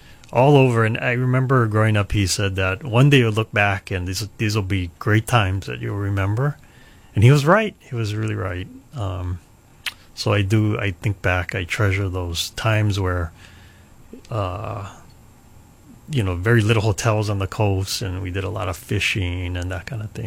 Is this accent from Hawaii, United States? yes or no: yes; Hilo, Hawaii, United States; growing up in Hilo, I didn't know too many Christian people